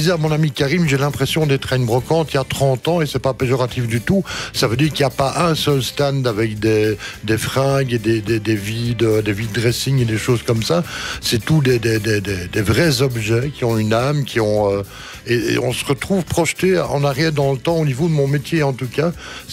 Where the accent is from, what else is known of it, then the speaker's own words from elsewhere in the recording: Belgium; Mais comme je suis belge et humble